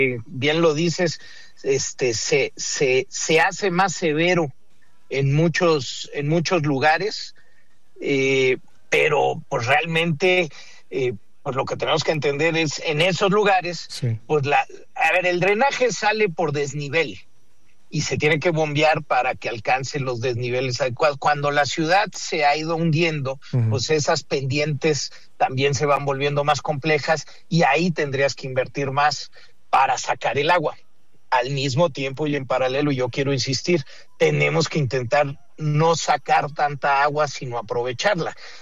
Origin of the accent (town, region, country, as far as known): Mexico City, Mexico